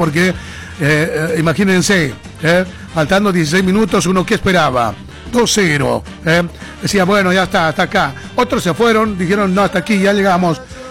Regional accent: Bolivia; como bolivianos, ¿no?, hablando de nuestra selección.

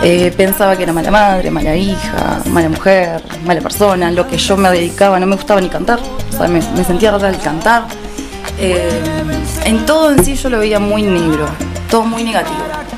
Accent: Maldonado, Uruguay; Soy Fernandina, acá de Maldonado

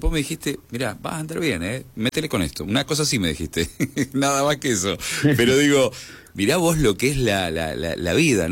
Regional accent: Argentina

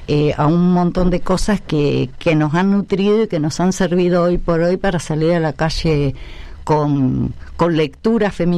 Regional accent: Mercedes, Buenos Aires Province, Argentina; born there; Básicamente, yo soy bonaerense, soy nacida en Mercedes, provincia de Buenos Aires. Hija única

